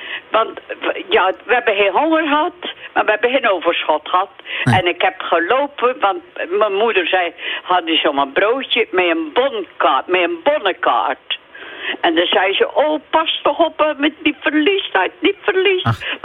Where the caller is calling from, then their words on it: Arnemuiden, Zeeland, Netherlands; Ja, en ik kom van Arnhem-Muiden